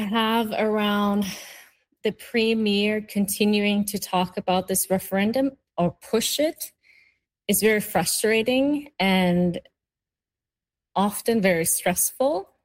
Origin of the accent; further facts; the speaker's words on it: Greenland; now in Canada; Yes, I am an immigrant from Kalaallit Nunaat, from Denmark.